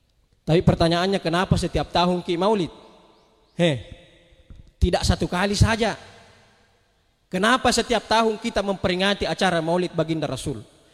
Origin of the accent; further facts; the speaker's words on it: South Sulawesi, Indonesia; kalau di kampung saya itu di Talak, di Bonto-Bonto